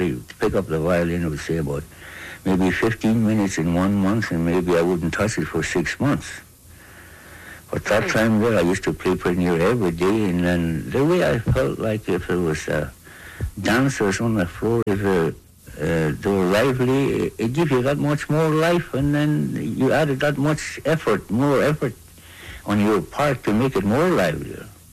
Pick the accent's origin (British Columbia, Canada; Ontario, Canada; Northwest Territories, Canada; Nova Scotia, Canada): Northwest Territories, Canada; Fort Norman; I'm from Fort Norman, and then I travel more or less all through the North.